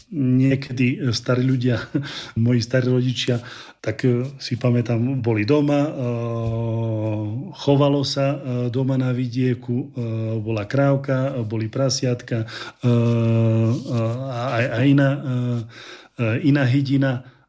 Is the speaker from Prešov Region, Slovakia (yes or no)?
yes; Abrahámovce, Prešov Region, Slovakia; moved away as an adult; also born or lived in Italy; now in Rwanda; V našej maličkej dedinke v Abrahamovciach v Bardejovskom okrese dokonca máme tam také multifunkčné ihrisko a pritom Abrahamovce nemajú ani 300 obyvateľov dokopy.